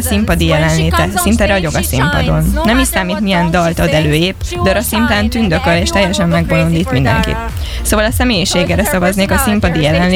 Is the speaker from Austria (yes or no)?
yes; Austria; Osztrák vagyok.